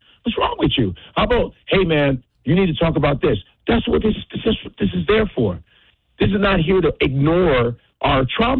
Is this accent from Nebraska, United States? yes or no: yes; Nebraska, United States; born there; I'm Nigerian American, but I was born here. I was born in Nebraska, bruh.